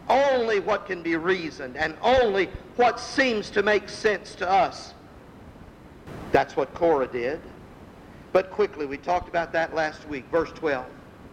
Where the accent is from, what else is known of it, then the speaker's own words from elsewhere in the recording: North Carolina, United States; I come from North Carolina, in case you can't tell.